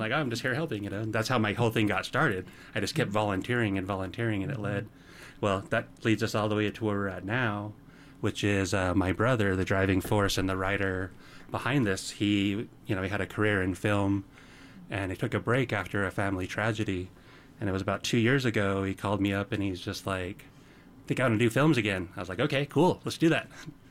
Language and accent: English; Provo, Utah, United States; born there; also born or lived in Four Corners area (near Mexican Hat / Halchita); my childhood growing up, you know, in the desert, chasing my grandfather around, herding sheep, the whole works. Then when I was about 5, we came up to Provo and integrated into life.